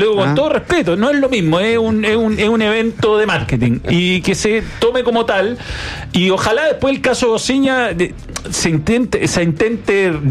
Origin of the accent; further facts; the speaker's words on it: Chile; nosotros que somos chilenos y estamos en la esquina del mundo